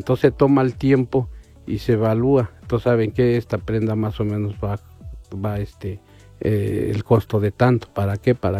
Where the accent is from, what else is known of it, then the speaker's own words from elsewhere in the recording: Chicabasco, Hidalgo, Mexico; Vuelvo a repetir, vengo de la comunidad de Chicabasco. Saludos a la comunidad de Chicabasco y tanto como a la comunidad, o sea, de la ciudad de Actopan y todo.